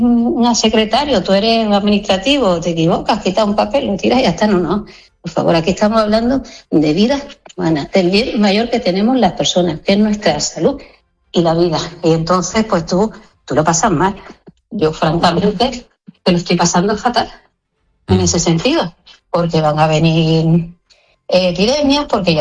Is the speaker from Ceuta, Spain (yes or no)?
yes; Ceuta, Spain; Nosotros somos españoles, tanto Ceuta como Melilla, y independientemente de la creencia religiosa, nuestro vecino, ¿no? Que digo yo, no, nuestra población caballa, mayoritariamente es musulmana y cristiana